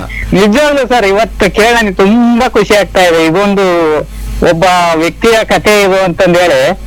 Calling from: Nyamathi, Karnataka, India; ನ್ಯಾಮತಿಯಿಂದ sir.

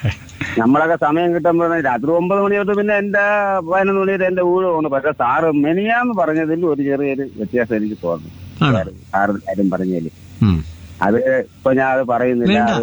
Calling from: Azhikode, Kerala, India; ഞാൻ അഴീക്കോട് നിന്നാണ്.

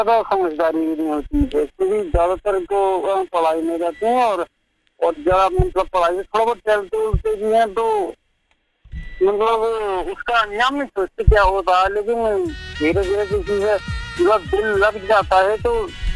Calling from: Uttar Pradesh, India

